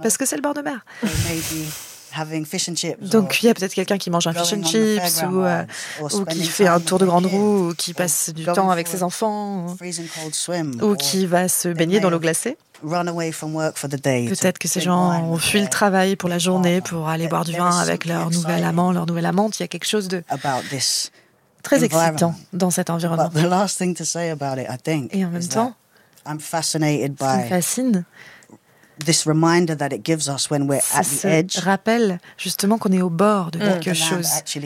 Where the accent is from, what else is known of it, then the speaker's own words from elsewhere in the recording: London, United Kingdom; Moi, je suis née, j'ai grandi à Londres